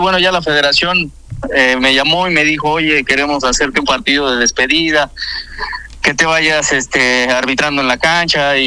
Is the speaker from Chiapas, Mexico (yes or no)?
no; Tepeji del Río, Hidalgo, Mexico; moved away; Tepeji del Río. Sí, acá me crié yo.